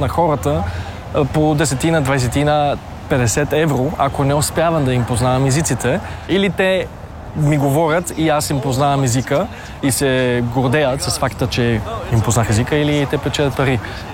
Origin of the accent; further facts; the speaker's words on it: Vienna, Austria; Официално съм австриец с български корени, понеже съм роден и израснал в Австрия, в Виена, в столицата, но аз се считам като българин от Австрия